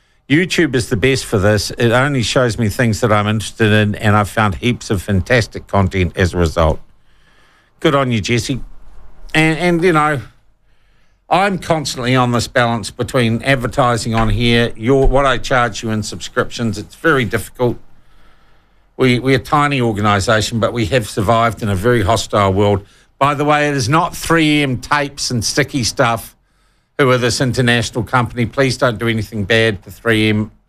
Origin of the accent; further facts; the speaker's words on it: Dublin, Leinster, Ireland; Where are you from?" I said, " … " He said, "Dublin." And no, I didn't go to school with … or any of those other effers or gobshites from